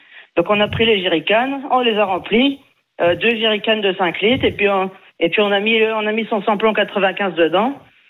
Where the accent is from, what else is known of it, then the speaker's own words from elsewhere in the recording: Pays de la Loire, France; je suis originaire des Pays de la Loire, là d'ailleurs j'habite en Mayenne